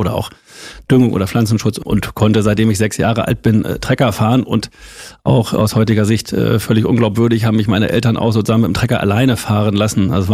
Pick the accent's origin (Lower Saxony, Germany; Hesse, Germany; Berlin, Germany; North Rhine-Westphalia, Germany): Lower Saxony, Germany; Holthusen; born or raised there